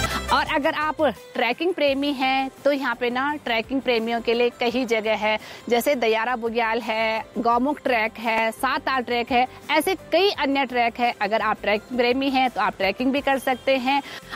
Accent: Mukhwa, Uttarakhand, India; हमारे गांव मुखवा

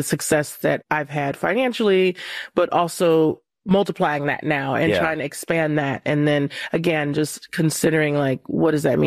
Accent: Compton, California, United States; I'm from Compton, California

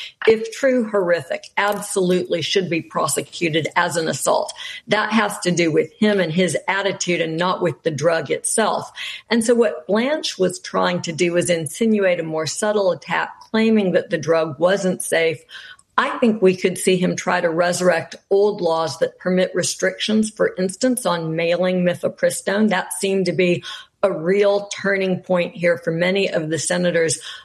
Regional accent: Alabama, United States; Katie Britt, my home state senator from Alabama, was one of them.

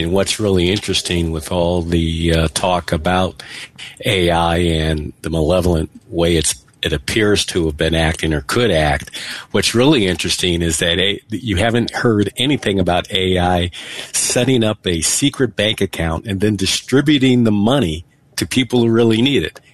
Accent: Hartford, Connecticut, United States; also born or lived in Ohio; now in Chicago, United States; Born in Ohio, grew up in Connecticut.

